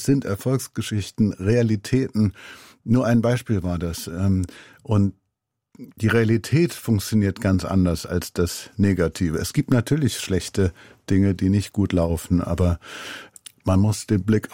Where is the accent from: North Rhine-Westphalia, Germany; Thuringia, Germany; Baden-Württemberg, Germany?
North Rhine-Westphalia, Germany; Remscheid; born or raised there